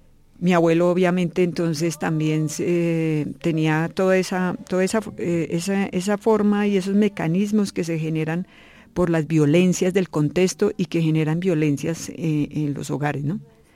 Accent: Bogotá, Colombia; Ok, yo soy de acá, de la ciudad de Bogotá. Nací en el Hospital San Pedro Claver, que se llamaba en esa época, ahorita

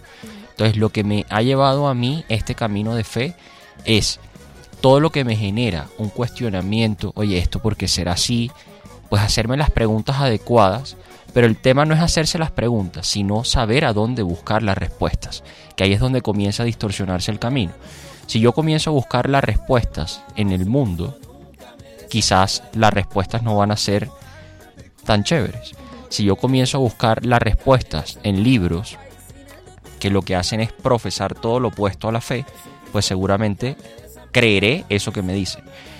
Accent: Cartagena, Bolívar, Colombia; Soy cartagenero, tengo 29 años, soy abogado, pero antes que todo soy un hijo amado de Dios

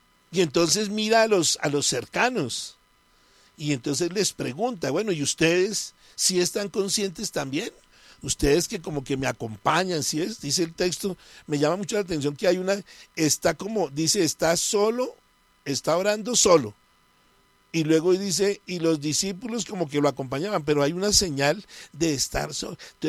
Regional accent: Bogotá, Colombia; moved away; como uno es medio cachaco, y aunque me la he pasado siempre, me decían ahora que de dónde, no, yo soy bogotano, pero me la he pasado casi siempre en tierra caliente

